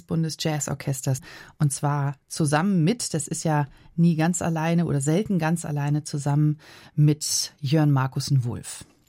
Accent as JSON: {"language": "German", "region": "West Germany", "country": "Germany", "said": "Ich bin aus dem Westen in den Osten gezogen und habe da auch dann erst gemerkt, dass man irgendwie anders ist."}